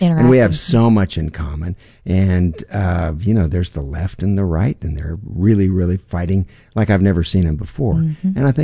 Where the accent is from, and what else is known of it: United States